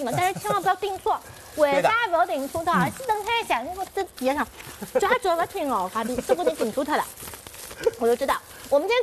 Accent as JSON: {"language": "Chinese", "region": "Shanghai", "country": "China", "said": "我们上海人"}